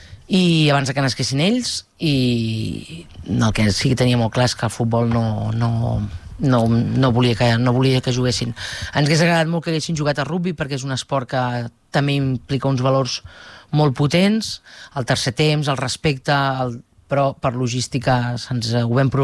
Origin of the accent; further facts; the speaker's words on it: Manresa, Catalonia, Spain; com a bona manresana, que tenim Montserrat al costat.